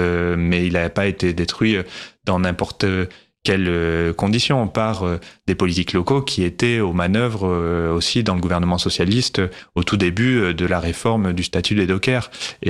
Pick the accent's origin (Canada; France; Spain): France; Auvergne-Rhône-Alpes; Moi, je viens du Cantal, du coup, d'un environnement rural... d'une classe moyenne